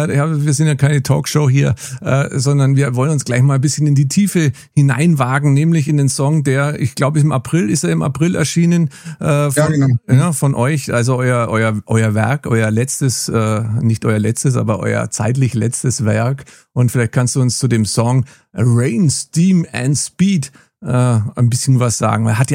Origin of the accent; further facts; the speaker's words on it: Nuremberg, Bavaria, Germany; Ich erinnere mich noch an die erste Eisenbahn in meiner Heimat, natürlich Nürnberg nach Fürth.